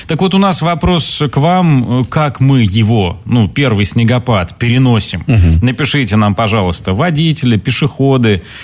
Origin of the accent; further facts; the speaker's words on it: Urals, Russia; Ну, понятно, что стойко. Мы ж уральцы